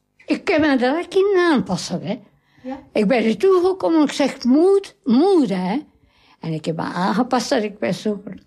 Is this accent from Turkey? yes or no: no; Denderleeuw, East Flanders, Belgium; Nee, ik ben van Denderleeuw.